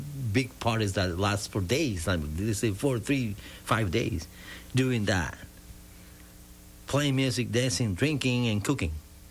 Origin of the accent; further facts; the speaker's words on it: San Luis, Santiago de Cuba, Cuba; English is a second language; moved away; I was born in Santiago de Cuba, so in a little town called San Luis, in the middle of music and dance